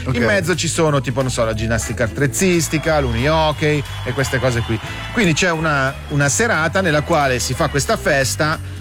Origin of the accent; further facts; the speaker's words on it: Claro, Ticino, Switzerland; Io vengo da Claro e a Claro c'è la festa dell'Accademia, no?